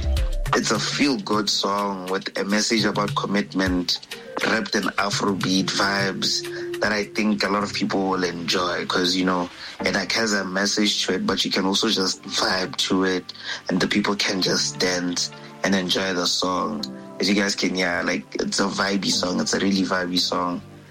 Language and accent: English; Botswana; I'm a Zimbabwean artist who was born and raised in Botswana.